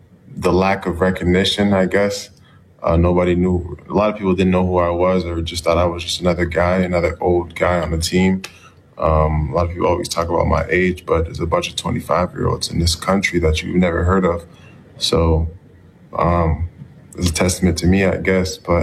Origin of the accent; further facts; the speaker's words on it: Ottawa, Ontario, Canada; now in United States; I grew up in Ottawa, Ontario.